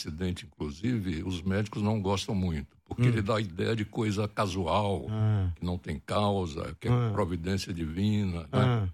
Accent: Mundo Novo, Bahia, Brazil; born there; moved away; Nasci na Chapada Diamantina, uma cidade chamada Mundo Novo.

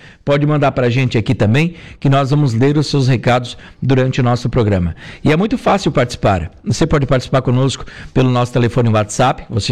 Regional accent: Balneário Arroio do Silva, Santa Catarina, Brazil; moved away; Um abraço pro pessoal do povo da minha terra aí do Gelo Escobinho, no Balneário Rui de Silva.

